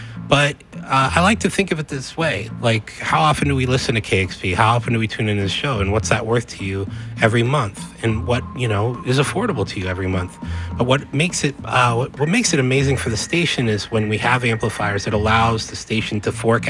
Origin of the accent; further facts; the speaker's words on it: San Mateo, California, United States; moved away; I grew up in San Mateo, the Bay Area